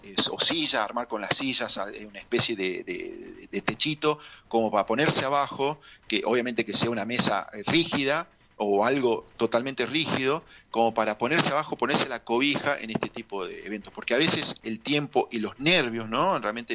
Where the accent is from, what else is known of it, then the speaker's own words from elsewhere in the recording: Salta, Argentina; moved away; Yo soy originalmente también de Salta